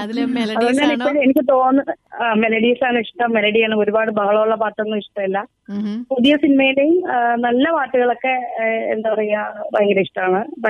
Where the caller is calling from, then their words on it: Thiruvananthapuram, Kerala, India; ഞാൻ നാലാഞ്ചിറയിൽ നിന്നാണ് വിളിക്കുന്നത്.